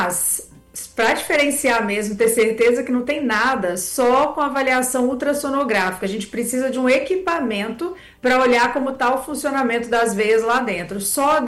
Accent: Minas Gerais, Brazil

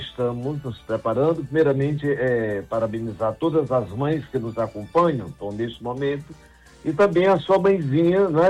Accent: Barbalha, Ceará, Brazil; born there; also born or lived in Crato; Olha, como eu nasci em Barbalho de Santo Antônio, você conhece muito bem a história lá do Paulo de Santo Antônio, história, né?

